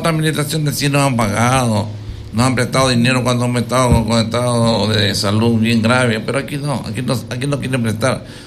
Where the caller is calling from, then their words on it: Quevedo, Los Ríos, Ecuador; nosotros los quevedeños